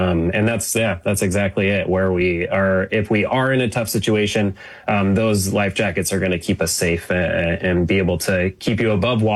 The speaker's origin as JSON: {"language": "English", "town": "Federal Way", "region": "Washington", "country": "United States", "tie": "born or raised there"}